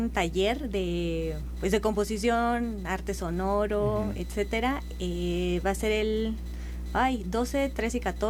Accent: Guanajuato, Mexico; moved away as an adult; now in San Luis Potosí, Mexico; Yo soy de allá de Guanajuato, entonces allá crecí, nací. Y allá estudié la licenciatura en composición y luego me vine acá a San Luis Potosí. Pues desde 2011

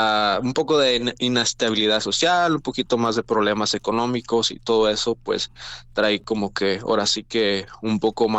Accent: Tijuana, Baja California, Mexico; Yo crecí con mucha libertad en Tijuana

